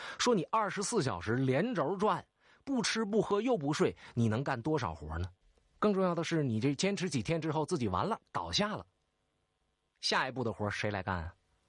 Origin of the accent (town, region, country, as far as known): Northeast China, China; accent: Northeastern